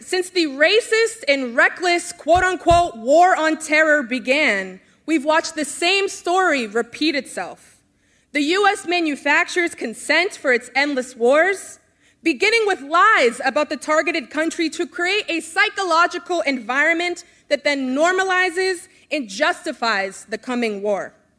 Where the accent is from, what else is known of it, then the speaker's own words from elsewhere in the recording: United States; now in Texas, United States; For those of us who grew up here in the United States